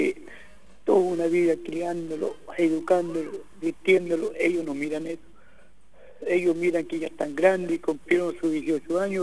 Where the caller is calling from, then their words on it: Chile; De aquí, del Sauco.